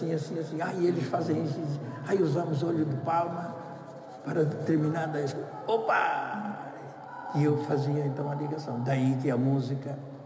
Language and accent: Portuguese; Angola; depois os tratamentos, os milongos, que nós temos em Angola.